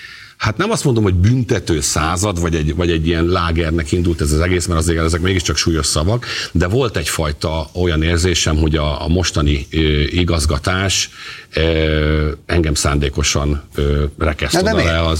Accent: Debrecen, Hajdú-Bihar, Hungary; mint Pécs, mint Debrecen, ugye én debreceni vagyok

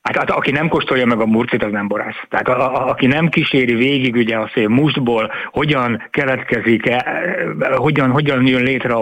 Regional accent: Balatonszabadi, Somogy, Hungary; born there; én nagyon jó helyre születtem, ugyanis itt születtem

